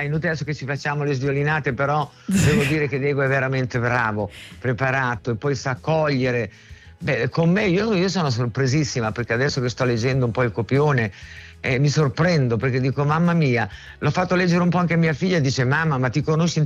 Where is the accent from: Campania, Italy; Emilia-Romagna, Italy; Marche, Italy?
Emilia-Romagna, Italy; Le emiliane.